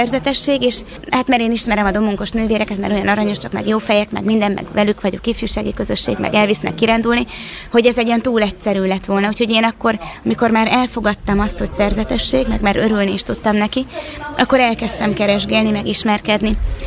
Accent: Szombathely, Vas, Hungary; én szombathelyi vagyok

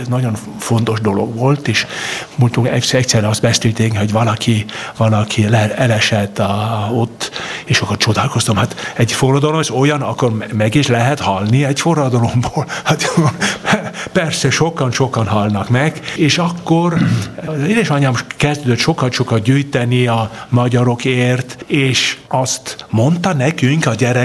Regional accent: Vienna, Austria; born there; Hungarian is a second language; és édesapám osztrák volt, és én Bécsben születtem, de valahogyan mindig közel voltak a magyar rokonaink.

